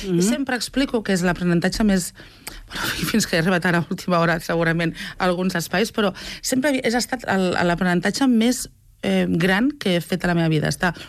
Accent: Barcelona, Catalonia, Spain; jo vaig néixer al Poble Sec, tot i que al final és el mateix districte, i no visc allà.

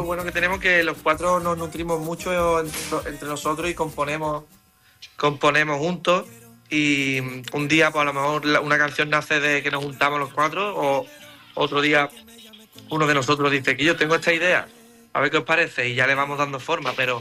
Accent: Cádiz, Andalusia, Spain; En Cádiz vamos a hacer solo una, igual que el año pasado, que es en mi tierra, que es súper especial

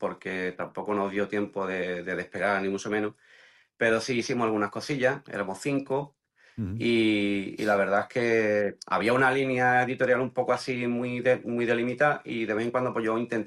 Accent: Jerez, Andalusia, Spain; De Jerez, de Jerez.

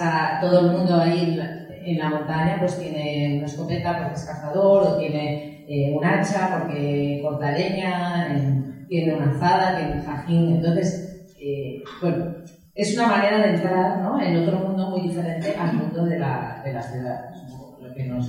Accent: León, Castile and León, Spain; que yo soy de León

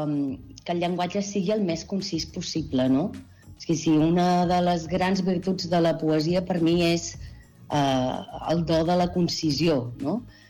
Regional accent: Santa Coloma de Queralt, Catalonia, Spain; also born or lived in Igualada; jo vinc de Santa Coloma de Queralt i d'Igualada, i allà no es feia servir tampoc

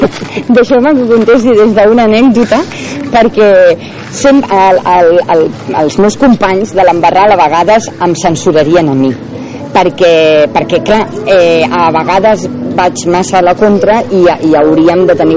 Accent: Terrassa, Catalonia, Spain; Soc actriu, soc de Terrassa, tot tal

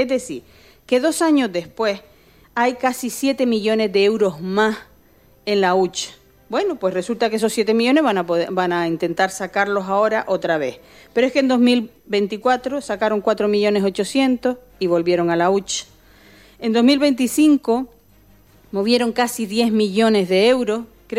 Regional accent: Canary Islands, Spain; Yo también soy canaria.

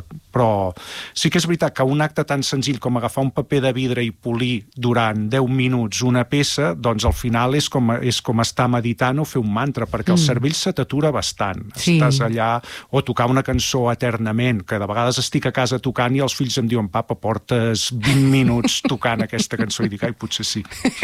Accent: Badalona, Catalonia, Spain; accent: Badalona accent; L'accent badaloní, que molta gent em diu: ai, tu deus ser o d'Osona, em diuen molt, o d'Olot, i dic, no, és l'accent de Badalona.

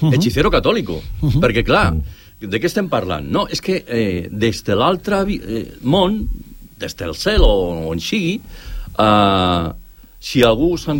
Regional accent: Catalonia, Spain; nosaltres aquí som catalans

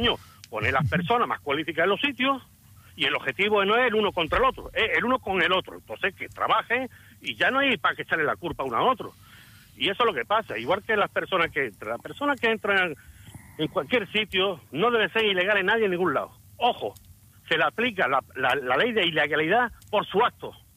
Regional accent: Melilla, Spain; que soy de aquí de Melilla

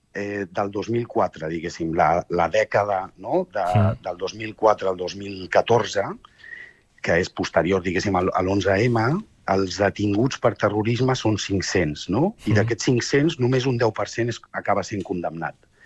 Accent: Ripoll, Catalonia, Spain; els que som de, no? Pues de Ripoll o del Ripollès o els que som catalans, no? O sigui, al final, i més jo que sóc d'origen àrab

